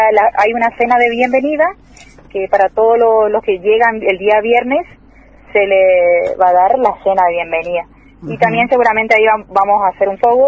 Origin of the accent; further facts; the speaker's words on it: Mercedes, Corrientes, Argentina; somos todos acá de Mercedes